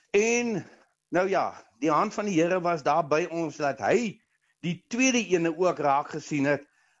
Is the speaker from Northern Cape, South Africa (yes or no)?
no; Mossel Bay, Western Cape, South Africa; moved away as an adult; also born or lived in Oudtshoorn; now in Limpopo, South Africa; Ek is op Mosselbaai gebore. In 1963 toe is dit wat ek die lig aanskou daarso. En ek het my skoolloopbaan in Mosselbaai in eers by 'n klein laerskooltjie Buffelfontein